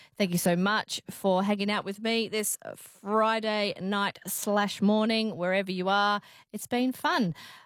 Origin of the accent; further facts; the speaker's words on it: New Zealand; I grew up in New Zealand called a wetter.